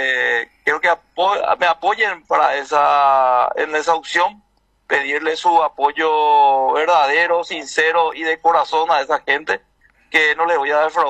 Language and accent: Spanish; Carapeguá, Paraguarí, Paraguay; yo soy carapegüeño de cuna, nací en Carapeguá, me malcrié en Carapeguá y le quiero a mi ciudad.